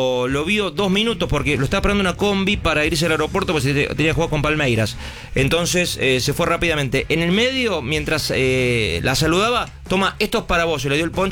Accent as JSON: {"language": "Spanish", "country": "Argentina", "said": "No porque somos argentinos ni nada, pero."}